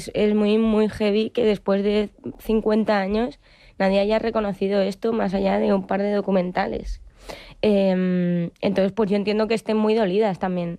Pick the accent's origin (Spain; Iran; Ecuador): Spain; Madrid, Community of Madrid; viví una adolescencia yo también que soy de Madrid y el feminismo pues en 2019-2018 era una locura, las manifestaciones y todo.